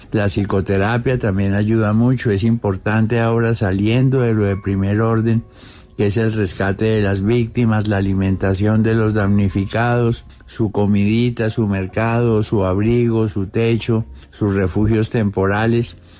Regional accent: Colombia; Ahora nos necesitamos, somos humanos, somos hermanos, todos somos colombianos en este momento.

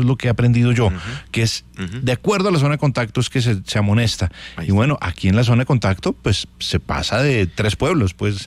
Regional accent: Bogotá, Colombia; Yo que soy bogotano, sí que tiene que mejorar esta ciudad tantas cosas.

